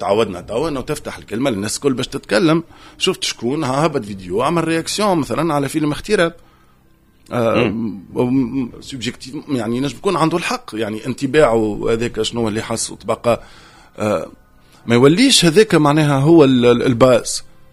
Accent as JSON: {"language": "Arabic", "country": "Tunisia", "moved": "yes", "said": "احنا كشعب تونسي وكجمهور تونسي"}